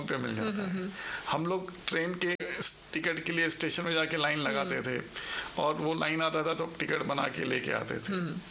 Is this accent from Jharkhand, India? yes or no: yes; Ranchi, Jharkhand, India; moved away as an adult; also born or lived in Mumbai; मेरा जन्म रांची में हुआ है। मेरा जन्म नागरमल मोदी सेवा सदन में हुआ है 20 नवंबर 1969 में। और उसके बाद से मैं रांची में ही पढ़ा लिखा हूँ, बड़ा हुआ हूँ